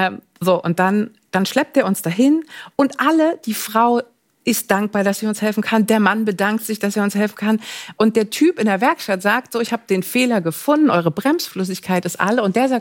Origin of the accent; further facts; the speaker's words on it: East Germany, Germany; moved away as an adult; Ich komme aus dem Osten.